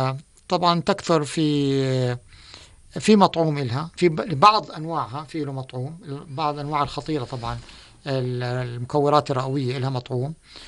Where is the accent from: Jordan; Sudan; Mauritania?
Jordan; إحنا عنا بالأردن